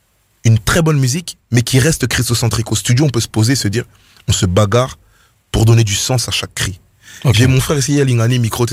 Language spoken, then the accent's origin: French; France; chez nous en France